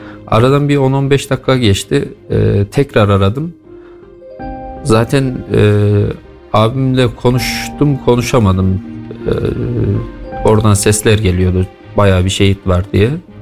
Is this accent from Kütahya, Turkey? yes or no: no; Sarız, Kayseri, Turkey; born there; 89 doğumluyum. Kayseri Sarızı'da doğdum.